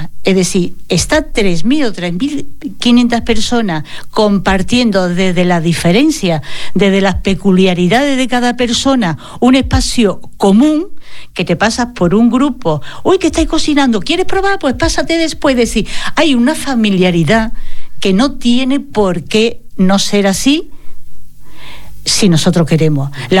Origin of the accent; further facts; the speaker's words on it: Seville, Andalusia, Spain; yo que soy de Sevilla